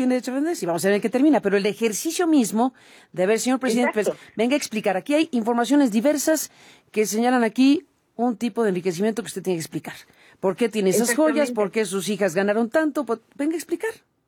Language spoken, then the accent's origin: Spanish; Mexico; para nosotros como mexicanos